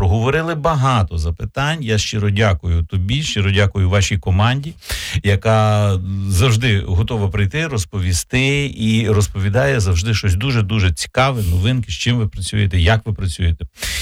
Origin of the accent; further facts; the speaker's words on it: Vinnytsia, Vinnytsia Oblast, Ukraine; born there; я народився в Вінниці, і живу в Вінниці.